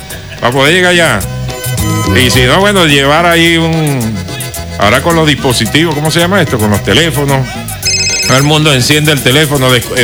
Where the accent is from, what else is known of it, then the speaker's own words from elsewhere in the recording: Venezuela; el venezolano es uno de los seres humanos más felices del mundo